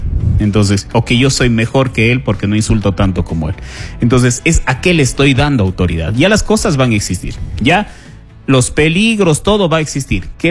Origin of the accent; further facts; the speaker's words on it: Cuenca, Azuay, Ecuador; yo soy cuencano